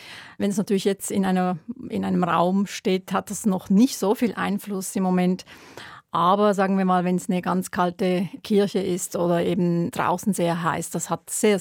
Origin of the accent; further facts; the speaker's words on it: Wollerau, Schwyz, Switzerland; ich bin in Wollerau im Kanton Schwyz in einem kleinen Dorf aufgewachsen. Da gab es eine große Tradition von Ländlerstubeten, von Akkordeonorchestern.